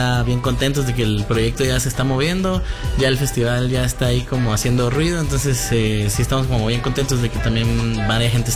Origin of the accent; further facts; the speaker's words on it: Quiché, Guatemala; La verdad es que soy de Quiché.